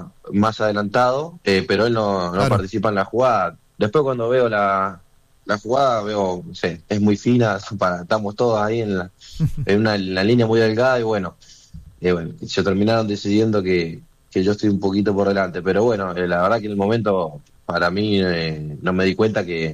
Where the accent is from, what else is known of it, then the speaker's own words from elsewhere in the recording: Mendoza, Argentina; la verdad que para mí, siendo mendocino, para mí es ver a los equipos de Mendoza que crezcan y que compiten cada vez a más alto nivel